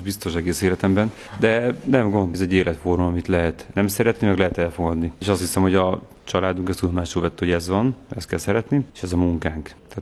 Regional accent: Göd, Pest, Hungary; nem tudnék onnan elköltözni. Ez az első hely, ahol van Dunapart, vidék, ugyanakkor város, nincsenek panelházak. Azt mondom, hogy ha nem ide születtem volna, akkor szomorú lennék.

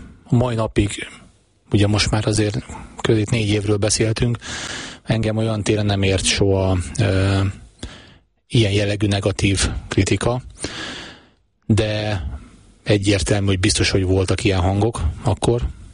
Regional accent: Pécs, Baranya, Hungary; moved away as an adult; now in Nyíregyháza, Hungary; én is egy megyeszékhelyről érkezek, ugye én pécsi vagyok

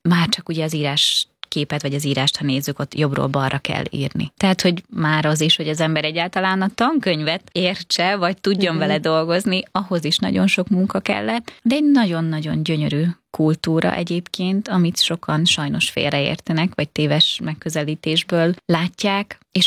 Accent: Hungary; alapvetően magyar vagyok, magyarok vagyunk, mivel itt élünk.

